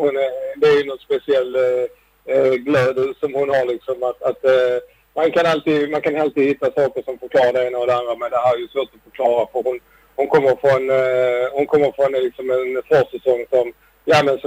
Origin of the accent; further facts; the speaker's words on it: Sweden; beachvolleybollen är ju nu som svensk, det är ju något som vi verkligen får värna om